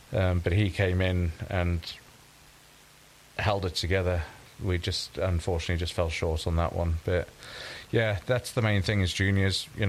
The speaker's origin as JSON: {"language": "English", "country": "South Africa", "lives_now": "Tameside, United Kingdom", "said": "And I come from South Africa, so sports is like a big thing in South Africa."}